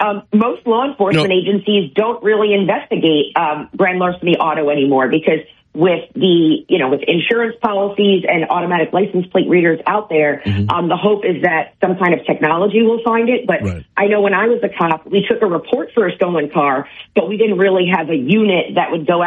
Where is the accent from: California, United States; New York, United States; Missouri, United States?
New York, United States; New York City; I'm from New York City